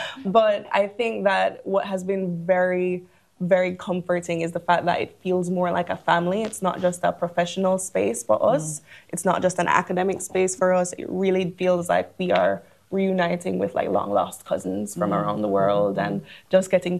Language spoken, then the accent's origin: English; Kingston, Jamaica; growing up in Kingston, Jamaica, my life has always been surrounded by stories. We're very expressive as a people.